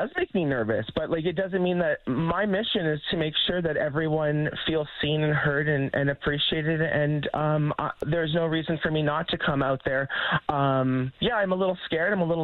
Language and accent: English; Canada; You know, I didn't have representation growing up in Canada in the 80s and 90s of who I was as a person